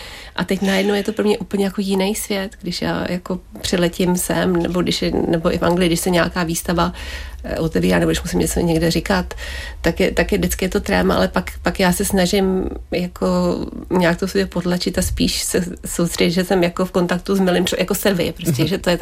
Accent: Hradec Králové, Hradec Králové Region, Czechia; moved away; já jsem vyrůstala v Hradci Králové

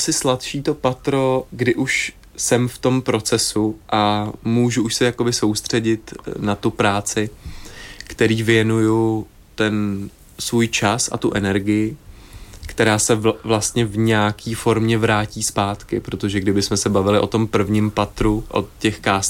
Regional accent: Havlíčkův Brod, Vysočina Region, Czechia; born or raised there

